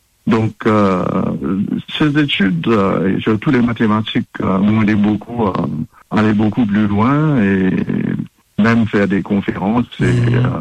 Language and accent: French; Quatre Bornes, Plaines Wilhems, Mauritius; moved away as an adult; now in Australia; Ah oui, donc je suis né à Quatre-Bons. Effectivement, j'ai fait mes études primaires à l'école Saint-Enfant-Jésus à Rosil et mes études secondaires au Collège Royal de 1960 à 1967.